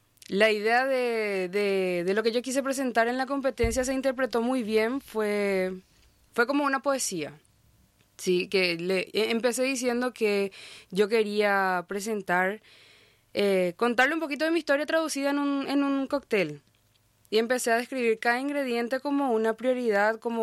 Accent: Paraguay; now in Brazil; una caña paraguaya, que representaba mi tierra

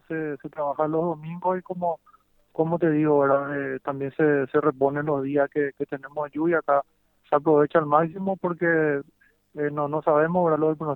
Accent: Paraguay

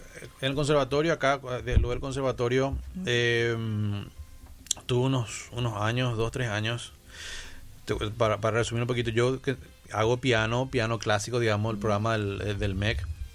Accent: Asunción, Paraguay; Así que sí, soy de Asunción, no toda mi vida viví en Asunción porque viví muchos años afuera, uh-huh, pero ahora ya hace 4 años de vuelta y sí, acá por la zona.

